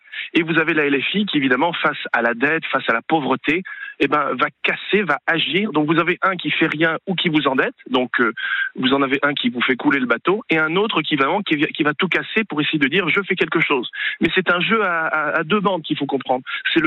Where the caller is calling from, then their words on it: Nouvelle-Aquitaine, France; Je suis au Pays Basque.